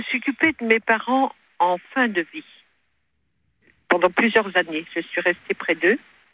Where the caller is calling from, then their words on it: Brittany, France; je suis en Bretagne